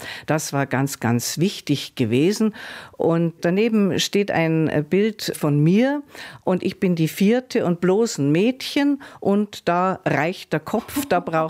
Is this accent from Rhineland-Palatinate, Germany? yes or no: no; Bavaria, Germany; Ja, also ich fühle mich immer als Bayer, weil ich nun mal in Bayern geboren bin und sozialisiert wurde.